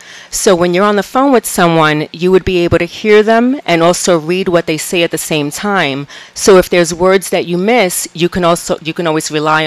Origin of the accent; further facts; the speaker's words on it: New York, United States; now in Houston area, United States; I'm from New York, from Coney Island.